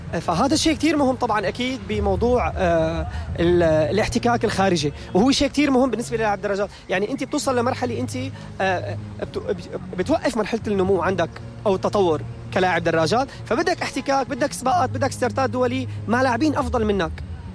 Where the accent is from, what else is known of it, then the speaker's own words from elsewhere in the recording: Syria; فهذا الشيء كتير بيفرحنا نحن كسوريين،